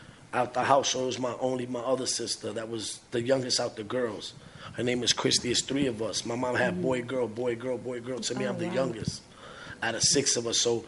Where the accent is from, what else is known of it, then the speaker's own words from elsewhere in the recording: New York City, New York, United States; I'm from there. Born and raised. You know, I'm born in the Bronx on 193rd, the building 2600 Creston.